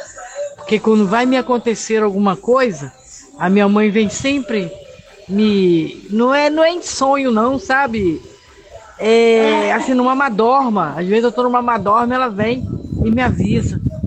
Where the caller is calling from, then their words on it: Brazil; Eu sou daqui de Zé Gonçalves